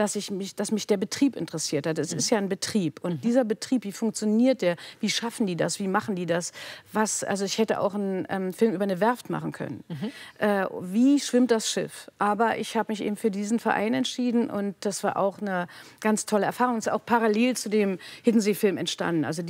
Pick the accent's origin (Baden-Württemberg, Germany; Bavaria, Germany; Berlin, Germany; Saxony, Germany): Berlin, Germany; ich komme aus der Gegend. Also ich komme aus dem Wald, sage ich mal, wo das Stadion steht.